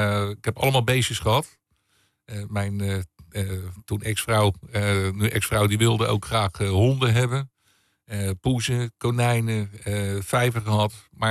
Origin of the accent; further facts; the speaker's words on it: Nootdorp, South Holland, Netherlands; Ik ben opgegroeid in een klein dorpje. Nooddorp.